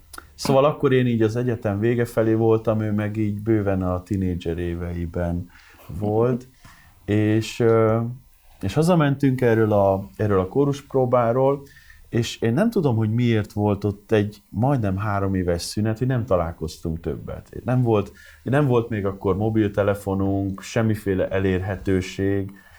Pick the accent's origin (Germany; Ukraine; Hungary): Hungary; Mosonmagyaróvár, Győr-Moson-Sopron; Én Mosonmagyaróvári vagyok